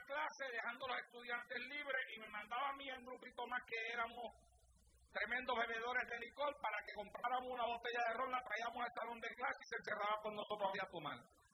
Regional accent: Santa Isabel, Puerto Rico; born or raised there

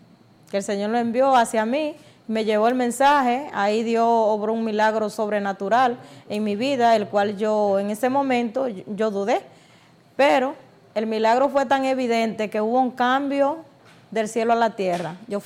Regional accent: Herrera, Santo Domingo, Dominican Republic; Bueno, venimos del sector de Herrera.

